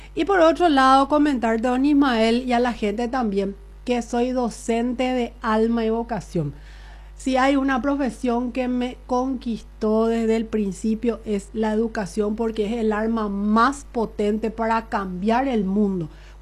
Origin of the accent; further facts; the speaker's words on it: Coronel Oviedo, Caaguazú, Paraguay; soy una ovetense que quiere el bien para todos los ovetenses.